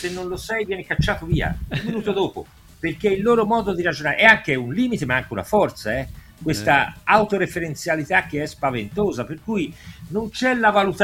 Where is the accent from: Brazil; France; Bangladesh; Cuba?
Brazil